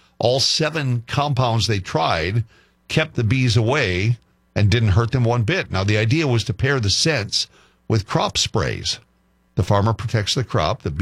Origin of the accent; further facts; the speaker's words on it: Pocatello, Idaho, United States; Close to my hometown, Rexburg, Idaho, is where this story comes from. That's just about 40 minutes away from Pocatello, my hometown.